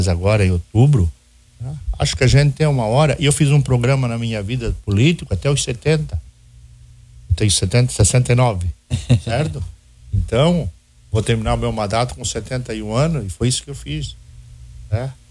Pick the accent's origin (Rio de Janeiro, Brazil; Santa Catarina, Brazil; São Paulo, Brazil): Santa Catarina, Brazil; Camboriú; born there; now in Balneário Camboriú, Brazil; eu nasci em Camboriú, moro no bairro dos Estados e hoje moro em Balneário Camboriú.